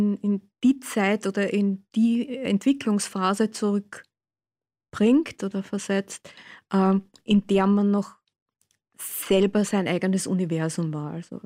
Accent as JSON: {"language": "German", "region": "Vienna", "country": "Austria", "said": "Ich bin Wienerin"}